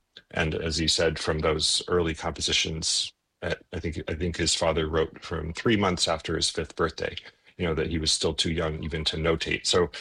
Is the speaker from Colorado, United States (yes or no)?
yes; Colorado, United States; Yeah, I'm from Colorado, so